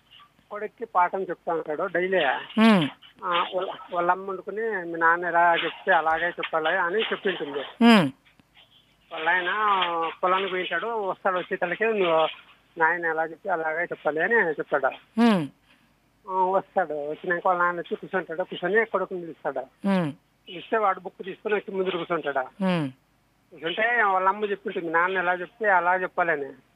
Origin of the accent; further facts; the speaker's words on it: Pavagada, Karnataka, India; మా సొంతూరు వచ్చి పావాడ మేడం, కర్ణాటక ధర్మాలలో ఉన్నాం.